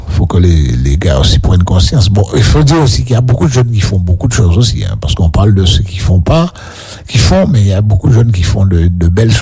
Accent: Le Gosier, Guadeloupe; Parce que je suis du Gosé, à l'époque, il y avait beaucoup de boîtes de nuit.

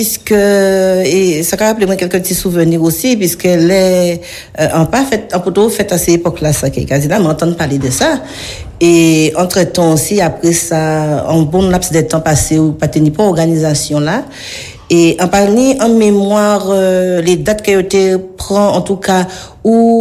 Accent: Anse-Bertrand, Guadeloupe, France; Donc, je suis Anse Bertrand, donc d'origine. Donc … Et je suis résidente originaire de La Chapelle.

